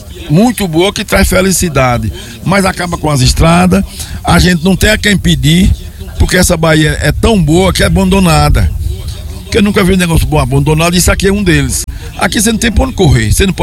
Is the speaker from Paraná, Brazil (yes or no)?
yes; Paraná, Brazil; also born or lived in Sergipe / São Paulo; porque eu não nasci aqui, quer dizer, nasci no estado de Sergipe, mas fui criado quase no Paraná e São Paulo, no interior.